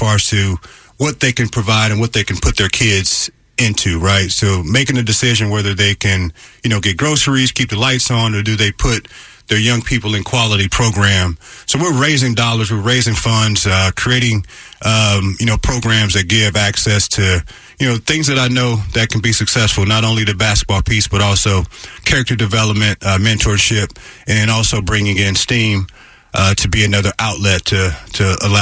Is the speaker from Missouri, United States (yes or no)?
yes; St. Louis, Missouri, United States